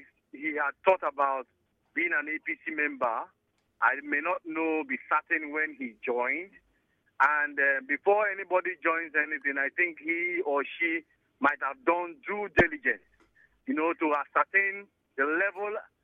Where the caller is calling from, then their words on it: Port Harcourt, Rivers, Nigeria; I'm calling you from Rumaolo.